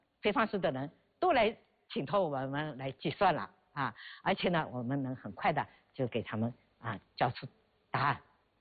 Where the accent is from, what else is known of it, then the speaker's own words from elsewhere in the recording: China; 啊，我们中国人真的站起来了。